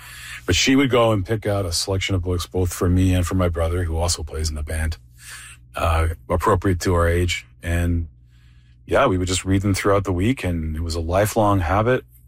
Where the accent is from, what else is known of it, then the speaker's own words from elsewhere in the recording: Saskatoon, Saskatchewan, Canada; I'm the singer and guitar player from … We're from Saskatoon, Saskatchewan.